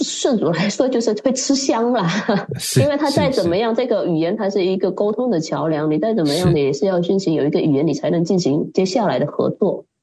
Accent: Indonesia; 他不承认我们是中国人，他会觉得你是印尼来的，你是印尼人。但是我们在印尼这边他就说你是华人，你不是纯种的印尼人。

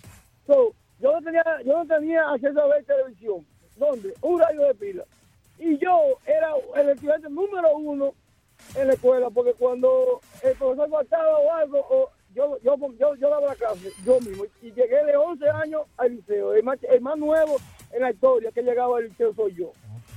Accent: Santiago Rodríguez, Dominican Republic; born there; Mire, yo nací en Santiago Rodríguez

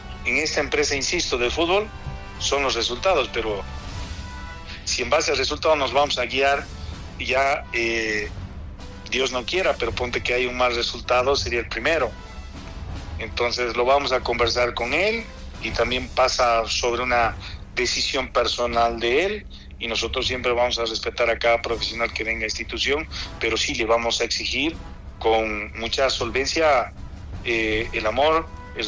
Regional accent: La Paz, Bolivia

